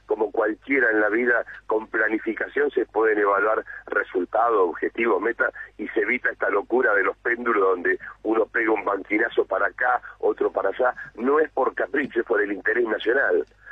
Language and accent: Spanish; Argentina